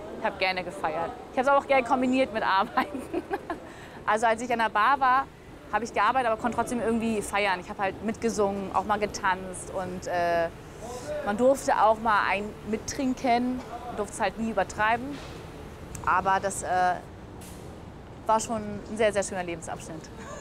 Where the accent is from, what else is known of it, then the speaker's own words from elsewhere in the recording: Hamburg, Germany; moved away as an adult; Aber Hamburg ist tatsächlich noch so, tja, meine Heimat, weil ich mich einfach noch wohlfühle hier. Aber ich glaube, wenn ich noch ein paar Jahre auf dem Dorf bin, dann habe ich auch meine neue Heimat. Aber ich bin halt Hamburgerin, das wird nie aufhören.